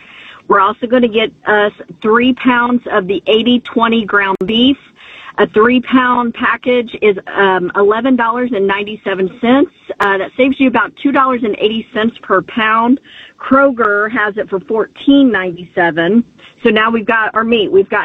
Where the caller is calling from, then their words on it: Beech Grove, Indiana, United States; I'm at the Moonlit Vine Bookstore and Wine Bar in Beech Grove.